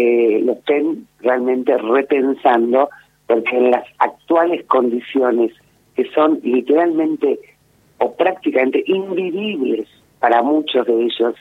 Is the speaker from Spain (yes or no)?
no; Salta, Argentina; now in Buenos Aires, Argentina; Criada en Salta, aunque vivo en Buenos Aires.